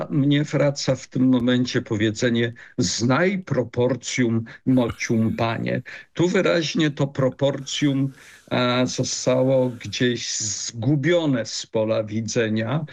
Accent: Gdańsk, Pomeranian Voivodeship, Poland; jestem z Gdańska, a właściwie z Trójmiasta

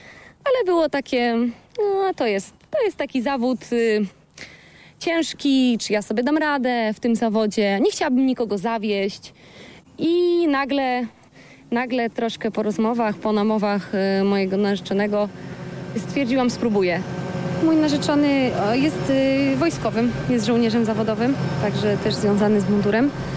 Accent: Subcarpathian Voivodeship, Poland; Pochodzę z Podkarpacia, z małej wsi. Jesteśmy właśnie z małej miejscowości, w której wszyscy się też znają.

